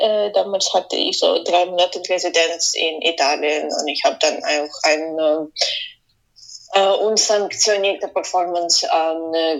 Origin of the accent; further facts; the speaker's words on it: Kyiv, Kyiv City, Ukraine; German is a second language; Ja, ich bin in Kiew geboren und gewachsen. Ich bin dort in die Schule gegangen und ich habe dort auch Klavier am Kiew Musikinstitut Gliera studiert.